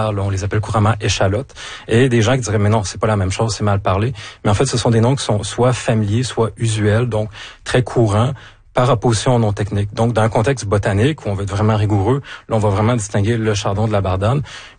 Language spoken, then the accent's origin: French; Sherbrooke, Quebec, Canada; moved away; Moi, j'ai lacet, je viens de Sherbrooke.